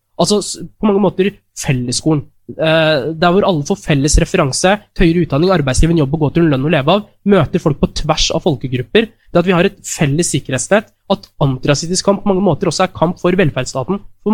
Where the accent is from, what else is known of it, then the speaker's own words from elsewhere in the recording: Fredrikstad, Østfold, Norway; jeg er fra Fredrikstad, en kommune der vi har et levende nynazistisk miljø.